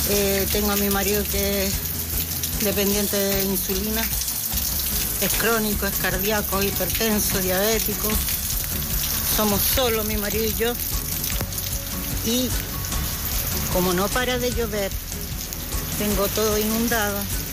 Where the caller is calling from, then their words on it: Vallenar, Atacama, Chile; de acá de Vallenar.